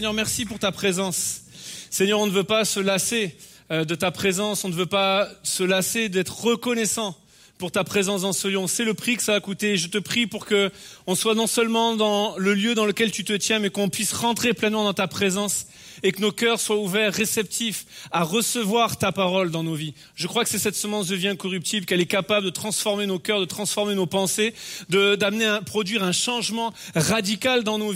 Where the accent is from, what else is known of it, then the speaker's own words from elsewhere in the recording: Bordeaux, Nouvelle-Aquitaine, France; je suis bordelais.